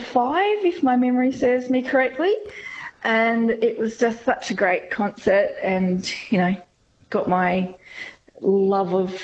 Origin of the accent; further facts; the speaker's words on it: Kalgoorlie-Boulder, Western Australia, Australia; I've grown up here. I've been here since 1976, so yep. I hit the big 5-0 this year.